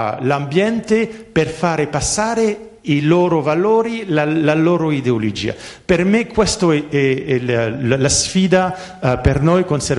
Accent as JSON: {"language": "Italian", "country": "France", "second_language": "Italian", "said": "particolarmente come francese, io so che noi diamo delle lezioni a tutto il mondo, se arrivo in Italia e dico voi dovete fare così, così, così, no"}